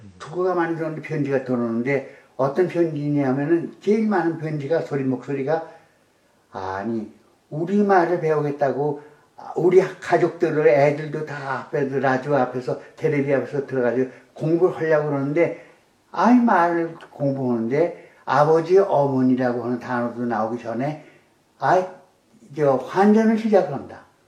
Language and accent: Korean; Seoul, South Korea; born there; 나 서울 태생인데